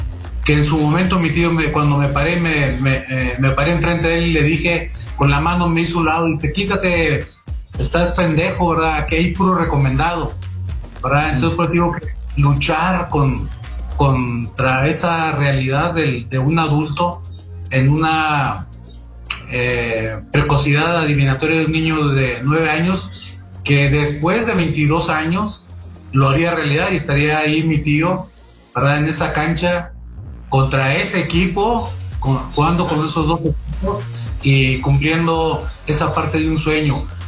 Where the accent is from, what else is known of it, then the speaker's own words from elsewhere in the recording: Saltillo, Coahuila, Mexico; Aunque tenía 9 años, la primera vez que salí de Saltillo y fui a un estadio allá en Monterrey